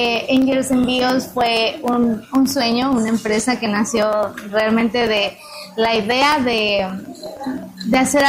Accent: Ecuador; moved away

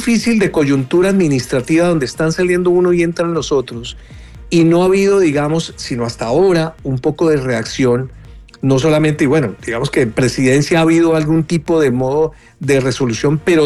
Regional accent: Colombia

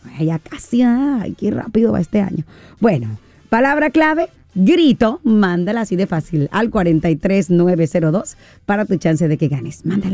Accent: Mazatlán, Sinaloa, Mexico; now in Chicago, United States; Pero disfruté mi tierrita, mi terruño, mi charco de Mazatlán por allá.

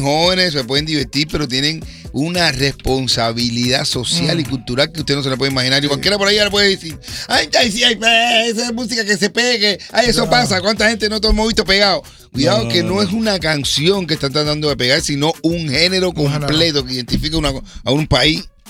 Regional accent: Cuba

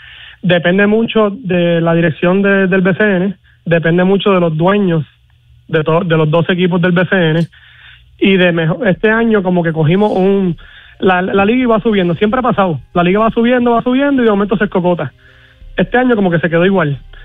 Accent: Mayagüez, Puerto Rico; yo soy de Mayagüez

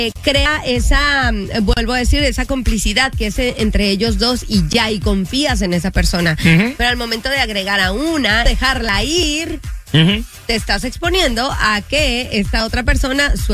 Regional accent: Chihuahua, Mexico; Yo soy lindo, de Chihuahua, sí.

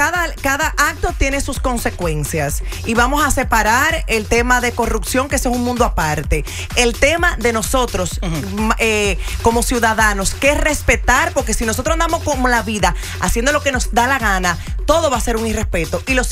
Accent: Dominican Republic; Y yo como dominicana sí hago que se respeten las leyes.

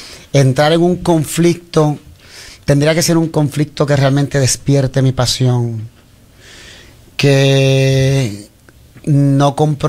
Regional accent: Guaynabo, Puerto Rico; el alcalde de mi pueblo

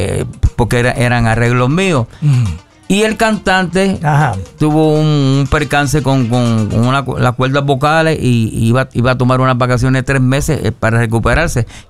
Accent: Maricao, Puerto Rico; Yo soy de Maricao, Puerto Rico, y el área oeste.

